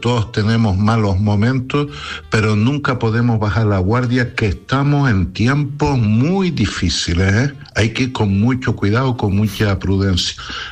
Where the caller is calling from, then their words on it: Canary Islands, Spain; desde Gran Canaria.